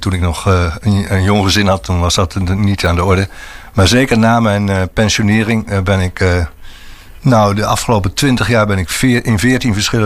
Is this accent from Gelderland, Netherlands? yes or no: yes; Arnhem, Gelderland, Netherlands; also born or lived in Kampen / Ermelo; Ik was net in een voorgesprekje al aan het vertellen waar ik vandaan kom, uit Arnhem.